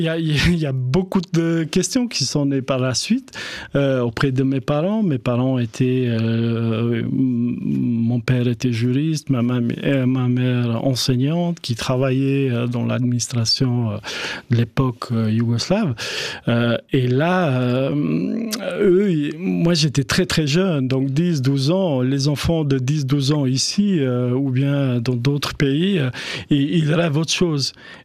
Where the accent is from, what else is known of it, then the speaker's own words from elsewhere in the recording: Kosovo; moved away; 95 quand je suis parti du Kosovo, mais les années noires, c'était jusqu'à fin des années 99 où il y a eu aussi la guerre.